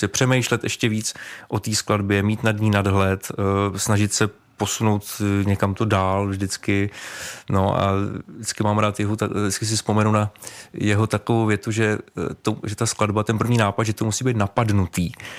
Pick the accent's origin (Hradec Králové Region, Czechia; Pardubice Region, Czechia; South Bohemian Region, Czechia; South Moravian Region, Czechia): Hradec Králové Region, Czechia; Hradec Králové; já jsem z Hradce Králové